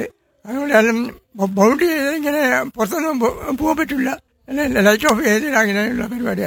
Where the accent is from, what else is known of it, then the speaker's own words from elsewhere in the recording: Panoor, Kerala, India; also born or lived in Chittariparamba; ഞാൻ ആക്ച്വലി എൻ്റെ വീട് പനൂരായിരുന്നു, എൻ്റെ അമ്മയുടെ വീട്. അവിടുന്ന് ഹൈസ്കൂള് പാസ്സായി